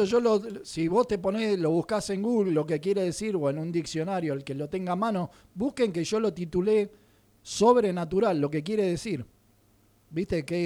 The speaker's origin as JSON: {"language": "Spanish", "country": "Uruguay", "said": "Nosotros en Uruguay, o en mi pueblo, al menos mi hermano, yo tenemos la costumbre"}